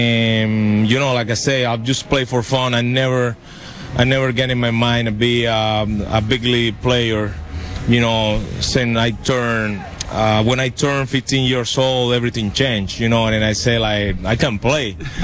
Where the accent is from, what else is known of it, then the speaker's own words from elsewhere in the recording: Arjona, Bolívar, Colombia; English is a second language; moved away; my hometown is Arjona Bolivar, like you said. It's a small town close to Cartagena, like 30 minutes from Cartagena.